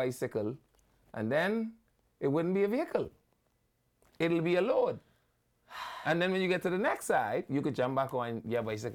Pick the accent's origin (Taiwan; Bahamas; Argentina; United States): Bahamas; Nassau, New Providence; And I was from Nassau. We ain't had no bridge to backflip off.